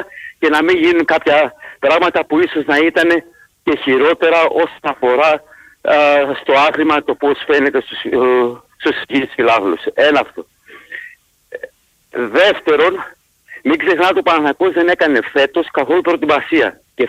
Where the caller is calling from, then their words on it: Stuttgart, Baden-Württemberg, Germany; από Στουγκάρδη.